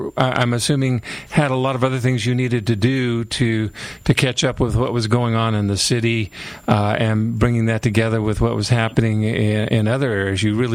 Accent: New York, United States; As a New Yorker, and certainly as an American, I know my own situation.

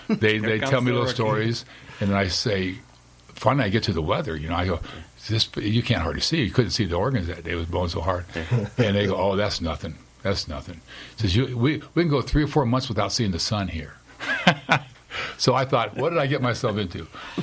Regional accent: San Diego, California, United States; moved away as an adult; now in Las Cruces, United States; I grew up in San Diego and played at Mount McGill High School and went to Grossmont Junior College

